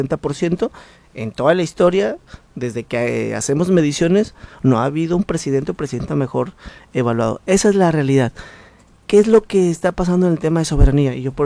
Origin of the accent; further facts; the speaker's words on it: Mexico; como mexicano, pues yo sí estoy con la presidenta